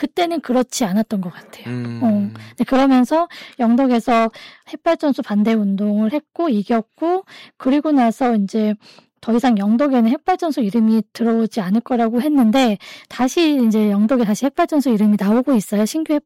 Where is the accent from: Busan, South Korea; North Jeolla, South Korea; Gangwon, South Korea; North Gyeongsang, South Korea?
North Jeolla, South Korea; Buan; 저는 지역이 부안이었어요. 사는 공간이 부안이었고.